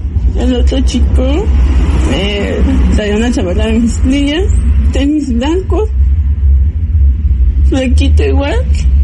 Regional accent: Tlahuelpan, Hidalgo, Mexico; Yo soy de Hidalgo, de Tlahuelpan, Hidalgo.

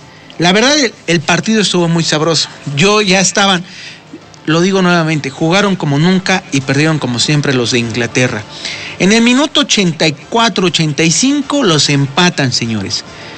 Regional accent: Mexico; obviamente somos mexicanos, estamos en América.

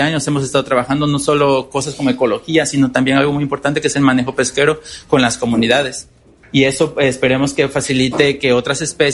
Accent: Campeche, Mexico; De donde yo soy, que es igual donde estamos, en la Laguna de Términos, era un área por excelencia

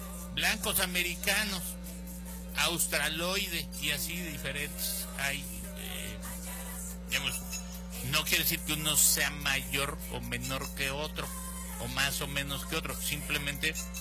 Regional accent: Mexico; yo soy mexicano.

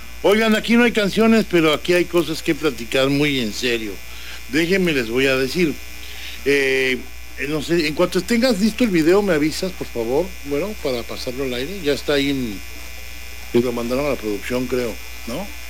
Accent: Tabasco, Mexico; Estoy tomándome mi cafecito como buen tabasqueño.

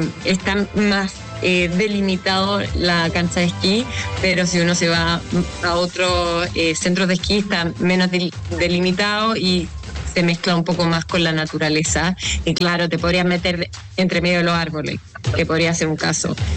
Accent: Chile; now in United States

